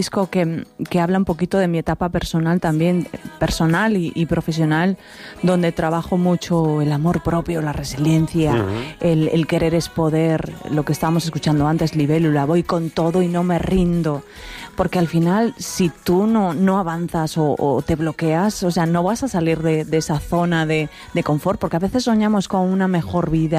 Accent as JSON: {"language": "Spanish", "region": "Galicia", "country": "Spain", "lives_now": "Miami, United States", "said": "yo soy gallega, pero estoy en Miami"}